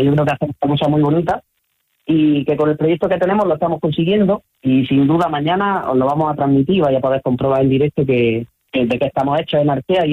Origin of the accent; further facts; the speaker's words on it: Granada, Andalusia, Spain; moved away; Yo soy de Granada y me mudé por esta tierra hace 3 añitos.